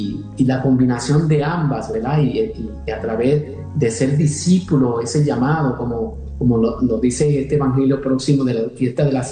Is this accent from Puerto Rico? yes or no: yes; Comerío, Puerto Rico; moved away as an adult; also born or lived in Massachusetts, United States; now in Costa Rica; yo soy originario de Puerto Rico. Yo soy de un pueblo llamado Comerío, en el centro de la isla, entre las montañas, y pues ahí crecí, viví mi vida ahí, y ya como a eso de edad de 19 años, 20 años, emigré a los Estados Unidos y me establecí en la ciudad de Massachusetts, en el estado